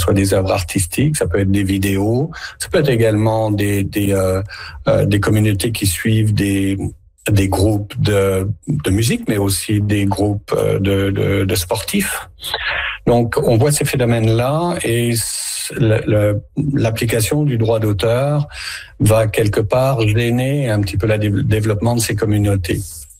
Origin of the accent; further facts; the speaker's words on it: Canada; chez nous au Canada